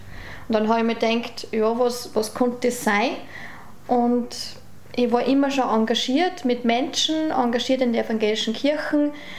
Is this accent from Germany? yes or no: no; Bad Goisern, Upper Austria, Austria; Ja, ich bin in Gäusern aufgewachsen.